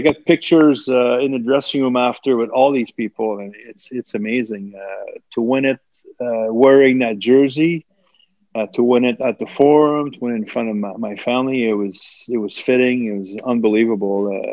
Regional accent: Montreal, Quebec, Canada; Yeah, well, like I said, I was a kid from Montreal

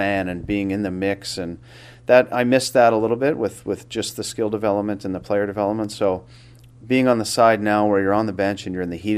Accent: Saskatchewan, Canada; now in San Jose, United States; Well, we were close to Calgary, you know, I think it's 6 hours each way from between Winnipeg

